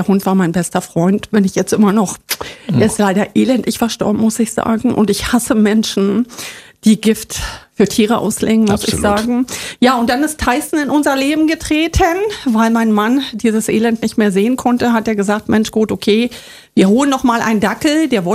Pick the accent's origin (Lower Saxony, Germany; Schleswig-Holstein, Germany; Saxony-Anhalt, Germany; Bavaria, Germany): Saxony-Anhalt, Germany; Ja, ich bin ein Kind des Ostens. Ich, ja, bin im Osten groß geworden.